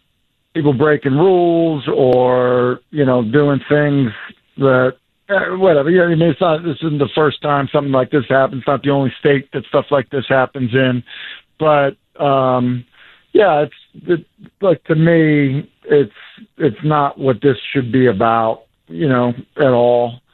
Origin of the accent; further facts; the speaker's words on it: New England, United States; now in Tennessee, United States; growing up in New England, like, you drive 30 minutes and you get to every game, right?